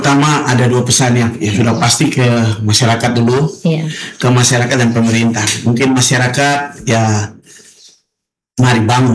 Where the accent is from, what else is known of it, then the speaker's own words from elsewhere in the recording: Papua, Indonesia; kita orang Papua.